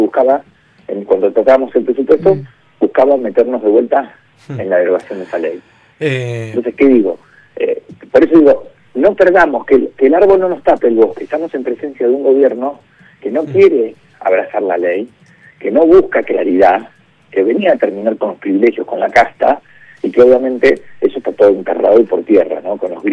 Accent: Argentina; lo digo como argentino, ¿eh?

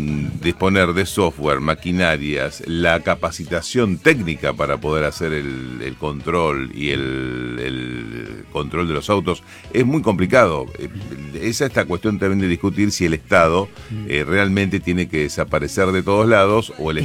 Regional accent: Argentina; ¿Por qué nos da vergüenza a veces esta cosa de reconocer que somos argentinos en el exterior

